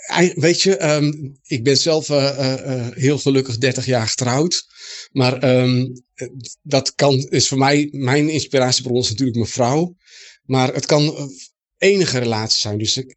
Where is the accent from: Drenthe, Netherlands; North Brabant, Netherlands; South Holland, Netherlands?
Drenthe, Netherlands; Erica; also born or lived in Groningen; Ik ben opgegroeid op Erica.